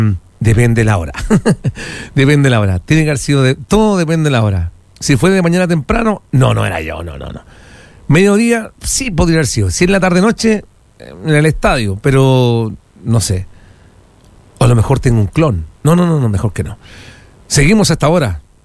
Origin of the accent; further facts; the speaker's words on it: Viña del Mar, Valparaíso, Chile; Yo soy de Viña del Mar, fuimos el fin de semana a Quintero